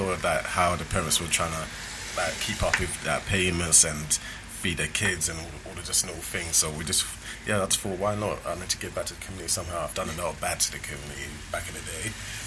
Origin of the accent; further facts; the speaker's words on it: Hackney, London, United Kingdom; also born or lived in Nigeria; I grew up in Hackney, straight from Nigeria, straight to Kingsmead Estate.